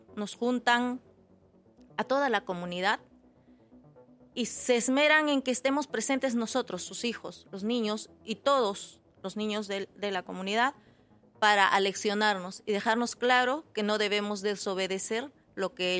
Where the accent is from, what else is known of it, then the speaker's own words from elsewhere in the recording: Peru; Es una pena ver a gente joven que no tiene idea de lo que ha pasado en Perú, en nuestro país.